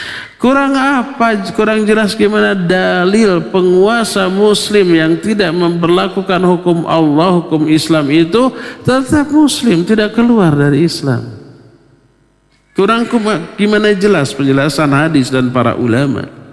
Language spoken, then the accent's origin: Indonesian; Papua, Indonesia; now in Bandung, Indonesia; Saya berasal dari Papua, tapi tinggal di Bandung.